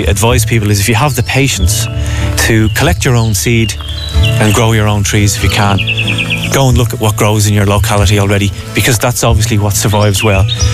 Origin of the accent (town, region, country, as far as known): Ireland